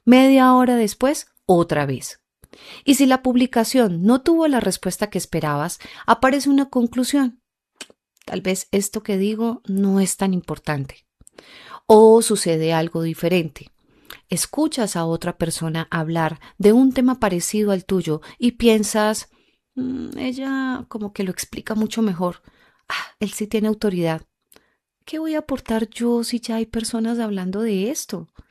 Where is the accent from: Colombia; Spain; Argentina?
Colombia; Medellín, Antioquia; moved away; acabo de regresar de Medellín, Colombia, mi tierra natal